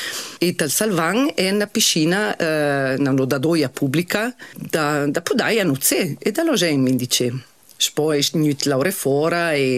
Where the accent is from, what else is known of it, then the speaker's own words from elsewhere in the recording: Corvara, Trentino-Alto Adige, Italy; Io sono cresciuta su a Corvara. Io sono giunta a scuola in Corvara.